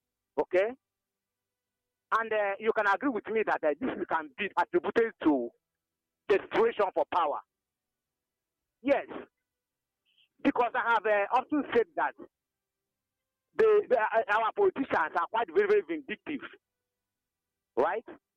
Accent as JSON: {"language": "English", "town": "Nkomoro", "region": "Ebonyi", "country": "Nigeria", "tie": "born or raised there", "said": "as usual. I am reaching you here from my hometown in Nkomoro, which is located in Inyaba, the Women's Center of Ebonyi State."}